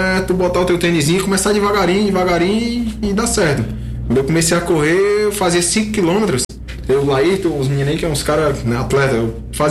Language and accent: Portuguese; Fortaleza, Ceará, Brazil; moved away as an adult; Sou natural de Fortaleza.